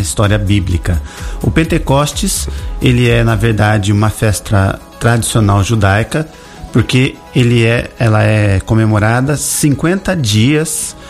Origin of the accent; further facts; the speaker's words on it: Brazil; para nós que somos brasileiros